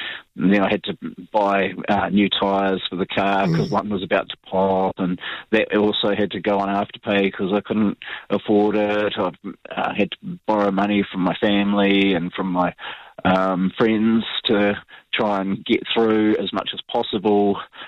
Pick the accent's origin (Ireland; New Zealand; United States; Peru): New Zealand; I think as a Kiwi, I know that I suppose there's a few Kiwis that don't necessarily want to be out there working